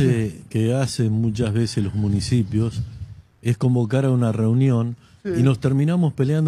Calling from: Lincoln, Buenos Aires Province, Argentina; En Lincoln, solamente 3 productores estamos haciendo el reclamo

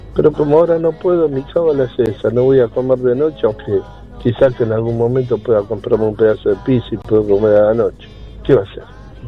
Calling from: Hurlingham, Buenos Aires Province, Argentina; de Hurlingham.

